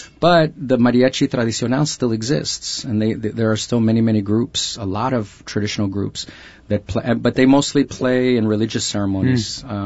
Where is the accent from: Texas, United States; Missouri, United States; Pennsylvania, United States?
Texas, United States; San Antonio; But I'm from Texas originally. I'm from the city of San Antonio, go Spurs.